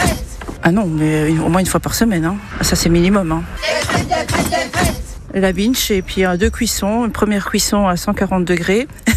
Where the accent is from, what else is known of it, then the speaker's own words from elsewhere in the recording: Luxembourg; Et nous venons de Luxembourg. Très joli pays, que pas beaucoup de personnes visitent, malheureusement.